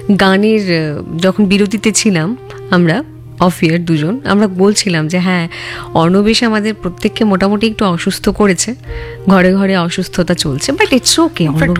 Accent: Tripura, India; moved away; North east Tripura.

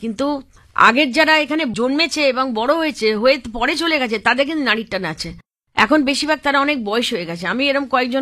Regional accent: India; আমি যেহেতু ভারতীয় তো আমাকে ডেকেছিলেন এই ব্যাপারে একটু মানে ওখানে একটা লেকচার দিতে

